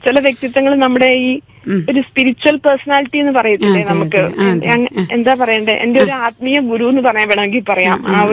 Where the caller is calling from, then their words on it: Pariyaram, Kerala, India; ഞാൻ പരിയാരത്താണ് താമസിക്കുന്നത്.